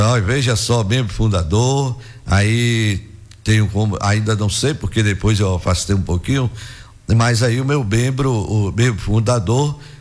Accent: Caetité, Bahia, Brazil; eu da minha adolescência lá em Caetité, eu acho que já era adolescente

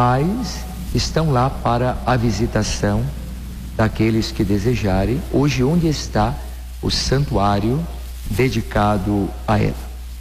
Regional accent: Bahia, Brazil; nós, que somos brasileiros e baianos

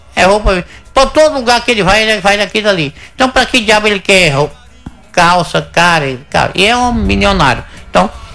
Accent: Brazil; Eu sou brasileiro, gosto do Brasil e torço pelo Brasil.

